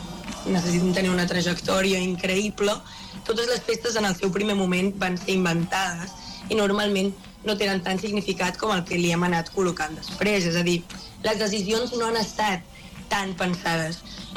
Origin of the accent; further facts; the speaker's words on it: Palau-solità i Plegamans, Catalonia, Spain; En el cas de Palau, que és el meu poble